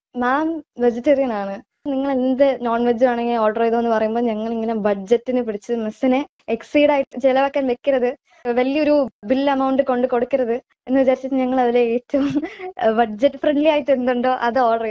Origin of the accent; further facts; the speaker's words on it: Tamil Nadu, India; Malayalam is a second language; ഞാൻ തമിഴ്നാട്ടിൽ നിന്നാണ് ഇവിടെ പഠിക്കാൻ വന്നത്.